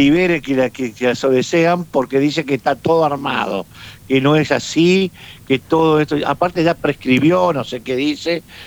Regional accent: Argentina

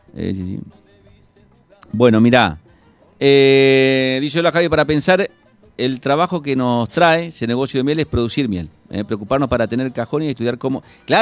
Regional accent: Argentina; nosotros como argentinos

